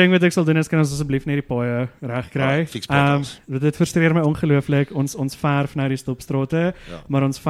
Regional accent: Vanderbijlpark, Gauteng, South Africa; ek kom van Vanderbijl af en jy is reg langs die Vaalrivier

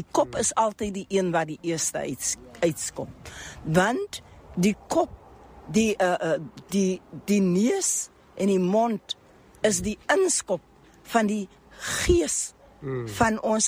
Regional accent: Joubertina, Eastern Cape, South Africa; Ek is gebore op Jobertina, lang kloof, en dit is deel van die breer Inkwa geografiese stamgebied van ons volklikheid. Ek het groot geword daar

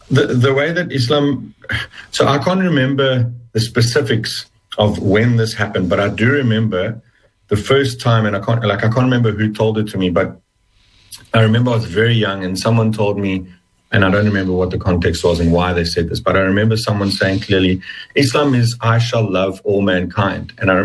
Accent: South Africa; born or raised there

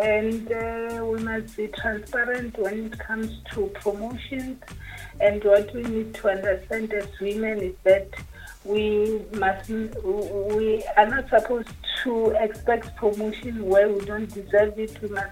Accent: Limpopo, South Africa; Okay, I come from Gapane. That's where my parents are staying

